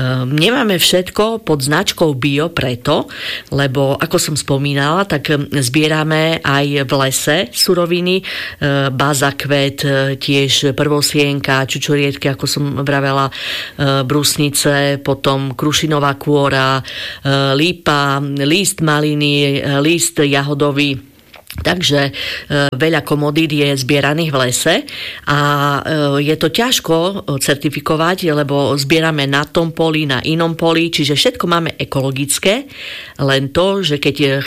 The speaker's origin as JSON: {"language": "Slovak", "town": "Plavnica", "region": "Prešov Region", "country": "Slovakia", "said": "to bola učiteľka u nás v Plavnici"}